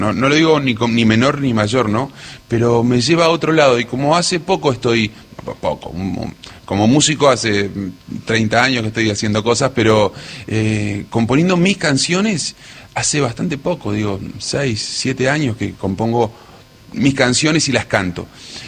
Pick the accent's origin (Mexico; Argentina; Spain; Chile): Argentina; Las Peñas; now in Buenos Aires, Argentina; pero sí tengo mucha raíz folclórica porque me crié en Las Peñas y anduve por todos lados ahí. Bueno, la cosa me trajo hasta Buenos Aires